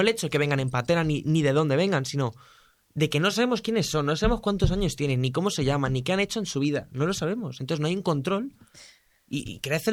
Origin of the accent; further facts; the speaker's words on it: Spain; born there; Yo, si no hubiese nacido en España, lo hubiese deseado.